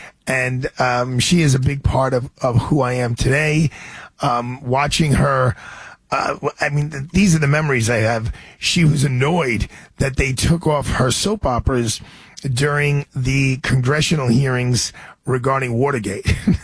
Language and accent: English; Brooklyn, New York, United States; he's just a couple of years younger than I, from Chicago, I'm from Brooklyn, but there's so many similarities.